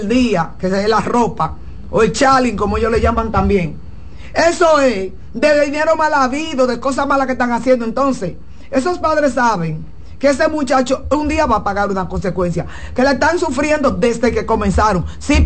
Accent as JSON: {"language": "Spanish", "town": "San Francisco de Macorís", "region": "Duarte", "country": "Dominican Republic", "tie": "born or raised there", "said": "yo soy de San Francisco de Macorís. Yo me crié en el barrio Capacito"}